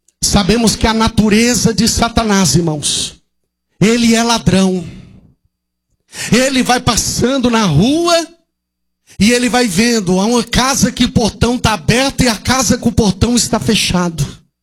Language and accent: Portuguese; Salvador, Bahia, Brazil; eu sou baiano, sou lá de Salvador, sotério politano.